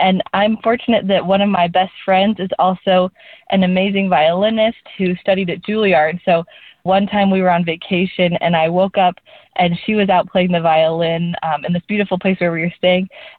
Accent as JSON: {"language": "English", "town": "Salt Lake City", "region": "Utah", "country": "United States", "said": "from Salt Lake City, Utah"}